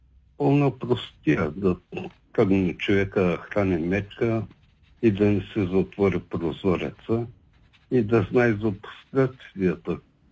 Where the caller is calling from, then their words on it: Shumen, Shumen Province, Bulgaria; от Шумен.